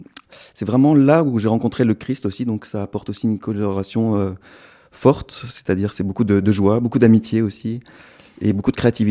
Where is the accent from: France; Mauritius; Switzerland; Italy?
France; Aix-en-Provence, Provence-Alpes-Côte d'Azur; born there; also born or lived in Lille / Lyon; Et pendant au moins 15 ans en Provence, entre Aix et Salon de Provence.